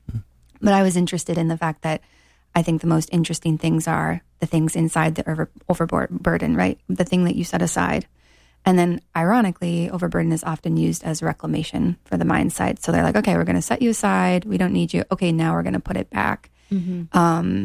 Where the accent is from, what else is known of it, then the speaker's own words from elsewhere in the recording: Grand Rapids, Minnesota, United States; also born or lived in Two Harbors / Montana; now in Stillwater, United States; So it's been a big circle coming back to Minnesota. But yeah, born and raised in Grand Rapids, and loved growing up here. And it's really, really fun to be back